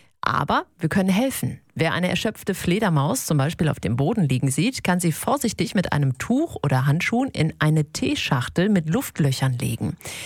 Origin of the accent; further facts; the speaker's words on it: Rhineland, Germany; Ich bin Rheinländerin. Ich habe Kirmes gesagt.